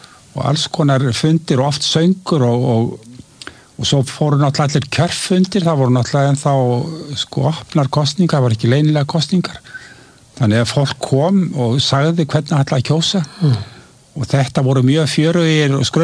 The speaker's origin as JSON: {"language": "Icelandic", "town": "Reykjavik", "region": "Capital Region", "country": "Iceland", "tie": "born or raised there", "said": "Þegar ég sko var að alast upp hérna í Reykjavík, þá var sko þetta mjög þétt borg."}